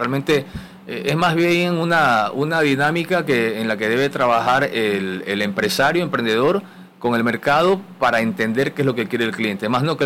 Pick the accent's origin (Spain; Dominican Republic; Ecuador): Ecuador; como ecuatorianos y como latinoamericanos